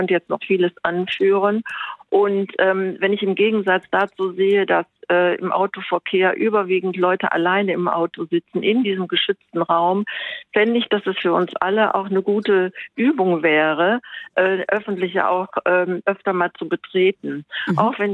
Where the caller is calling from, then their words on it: Mönchengladbach, North Rhine-Westphalia, Germany; Ich komme aus Mönchengladbach